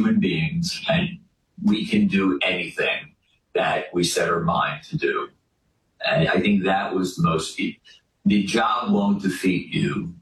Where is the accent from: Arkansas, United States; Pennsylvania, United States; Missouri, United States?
Pennsylvania, United States; Philadelphia; I'm from the Philadelphia area.